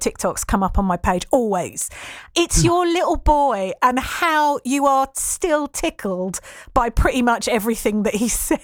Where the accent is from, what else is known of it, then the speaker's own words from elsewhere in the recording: Kent, South East England, United Kingdom; moved away; I'm a Kent girl, originally.